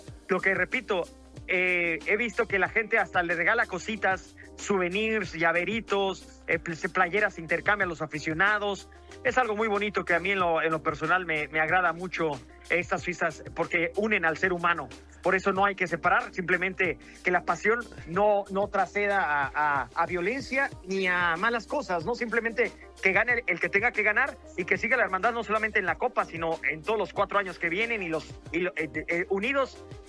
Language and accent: Spanish; Mexico; now in Miami, United States; soy mexicano